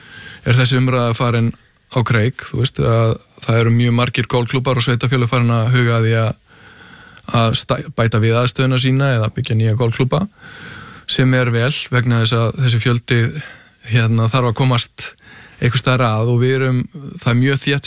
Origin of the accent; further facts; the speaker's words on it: Hafnarfjörður, Capital Region, Iceland; ég ólst upp í Hafnarfjörðinum að golfklúbbur Keili bara byrjaði þar 7-8 ára gamall